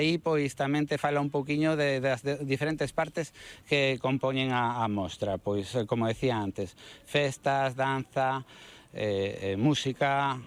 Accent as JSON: {"language": "Galician", "region": "Galicia", "country": "Spain", "said": "da identidade galega, das festas, da danza, da música, un pouco o que nos representa nos como galegos."}